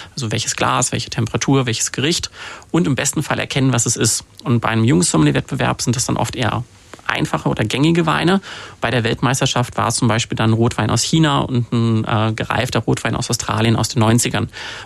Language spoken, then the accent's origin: German; Cologne, North Rhine-Westphalia, Germany; Ich komme aus Köln, das ist eine Stadt, die eher für Bier als für Wein bekannt ist.